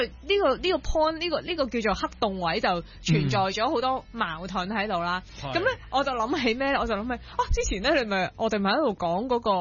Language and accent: Cantonese; Hong Kong